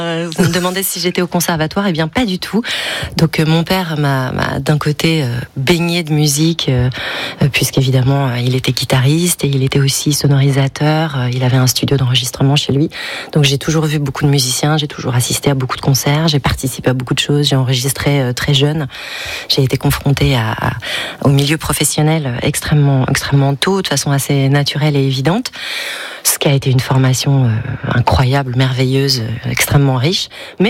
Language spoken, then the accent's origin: French; Rochefort, Nouvelle-Aquitaine, France; born there; De mon côté, j'avais des parents qui bougeaient beaucoup, donc je suis née à Rochefort, mais on a beaucoup, voilà, on m'a beaucoup transvaluté, comme on dit en charentais.